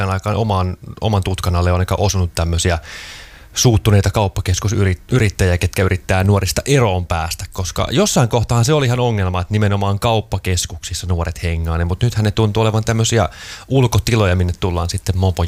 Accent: Lahti, Päijät-Häme, Finland; moved away; mä oon alun perin Lahdesta kotoisin, mutta sieltä pois muuttanut. Ja tulee käyty aina silloin tällöin siellä vanhempien luona

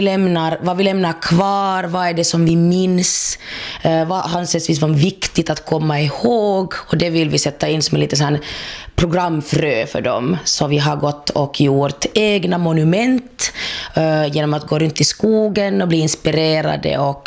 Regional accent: Helsinki, Uusimaa, Finland; alltså jag är från Helsingfors, och då när jag var yngre så fanns det liksom inga referenser för någon slags HBTQ+ eller queer-identitet alls.

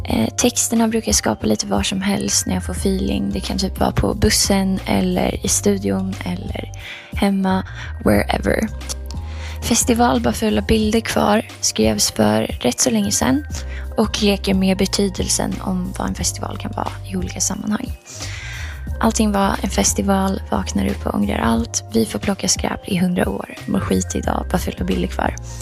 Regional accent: Uppsala, Uppsala County, Sweden; now in Stockholm, Sweden; Jag är 22 år och jag kommer från Uppsala, Sverige.

